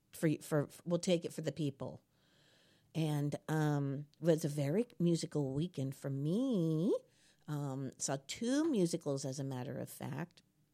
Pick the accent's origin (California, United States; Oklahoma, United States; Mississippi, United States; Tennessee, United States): California, United States; now in Champaign-Urbana, United States; I'm from California.